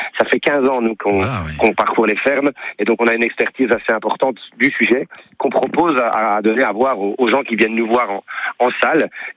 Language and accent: French; Belgium; Oui, oui, on est belge. Toute l'équipe de tournée ici avec nous, on est tous belges, oui, tout à fait.